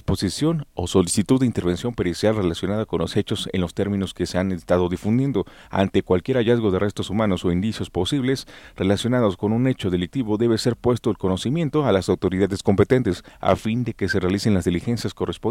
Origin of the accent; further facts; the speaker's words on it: Mexico; Me da vergüenza como mexicano